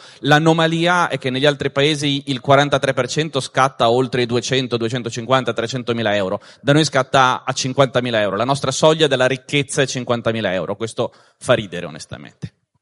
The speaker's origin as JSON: {"language": "Italian", "town": "Genoa", "region": "Liguria", "country": "Italy", "said": "Io sono genovese, dalle mie parti si dice che la salute senza i soldi è una mezza malattia."}